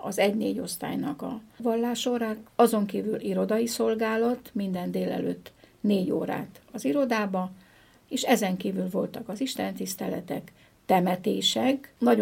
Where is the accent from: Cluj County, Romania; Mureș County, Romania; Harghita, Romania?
Cluj County, Romania; Cluj-Napoca; hát én tulajdonképpen kerekdombi születésű vagyok